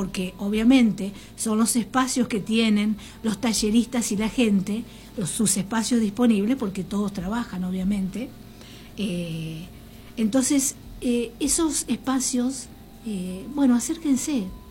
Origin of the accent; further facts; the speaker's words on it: Argentina; reconocernos como argentinos